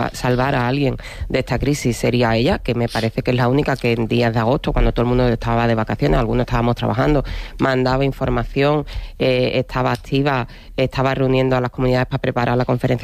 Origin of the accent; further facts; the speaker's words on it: Andalusia, Spain; es que yo soy andaluza, yo me asomo a Tarifa, extiendo la mano y parece que Marruecos está